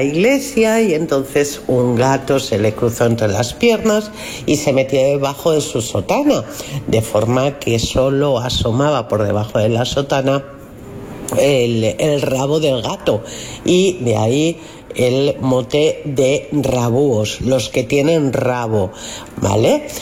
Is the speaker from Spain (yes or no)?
yes; Novelda, Valencian Community, Spain; Yo soy de Novelda, y a los noveldenses, desde los primeros años del siglo, bueno, los primeros no, desde mediados del siglo XX, nuestros vecinos de Aspe y de Monforte del Cid nos han llamado rabúos.